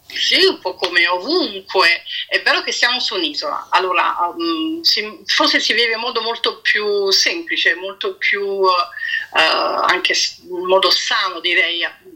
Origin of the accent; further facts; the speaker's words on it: Naples, Campania, Italy; Io sono napoletana, io sono di Napoli